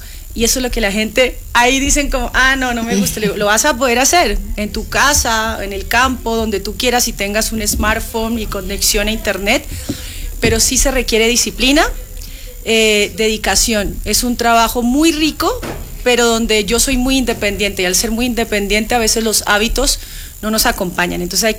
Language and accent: Spanish; Colombia; now in Chile; yo soy colombiana pero vivo en Chile hace muchos años, en Chile y en Latinoamérica hace 11 años